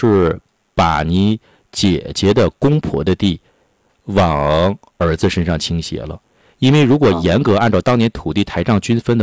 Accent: Northeast China, China; accent: Northeastern; 咱们东北话讲叫生了不添死了不去。

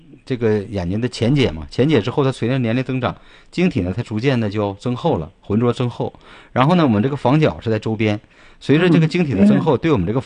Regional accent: China; 我们中国人

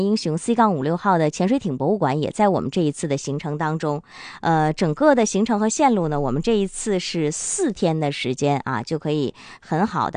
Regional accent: Northeast China, China; 算是独属于我们东北人的一个出境的福利

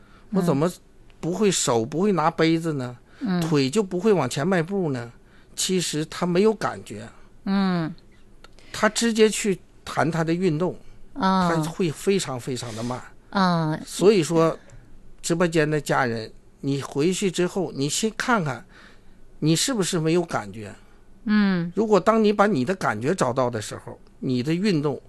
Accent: Northeast China, China; 用句土话，咱们东北的土话，它是一种病态。

